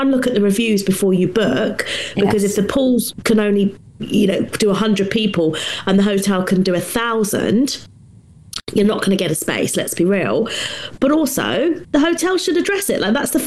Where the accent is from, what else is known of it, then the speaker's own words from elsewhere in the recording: United Kingdom; And in my opinion, I think, you know, as a Brit